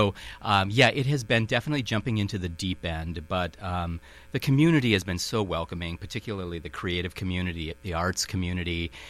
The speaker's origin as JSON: {"language": "English", "town": "Saint Paul", "region": "Minnesota", "country": "United States", "also_born_or_lived": "Santa Cruz, California / Breckenridge, Colorado / Ann Arbor, Michigan", "accent": "Minnesota", "moved": "yes", "lives_now": "Racine, United States", "said": "I have this little Minnesota accent because I'm originally from St. Paul."}